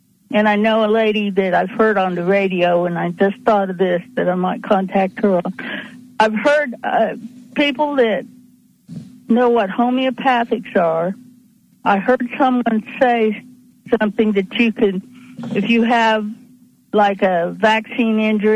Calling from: Kansas, United States; … in Kansas.

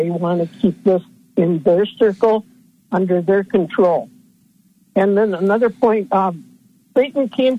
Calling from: Wisconsin, United States; from Wisconsin.

